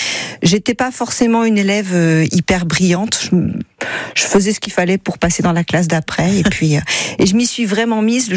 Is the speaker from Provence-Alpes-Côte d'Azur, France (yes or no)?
yes; Marseille, Provence-Alpes-Côte d'Azur, France; moved away as an adult; now in Tours, France; Je suis née à Marseille, j'ai fait mes études à Marseille.